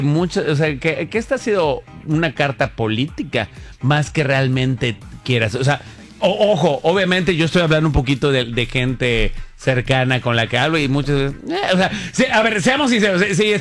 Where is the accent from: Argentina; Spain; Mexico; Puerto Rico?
Mexico; la gran mayoría de los mexicanos tenemos 10,000 problemas pendientes que superar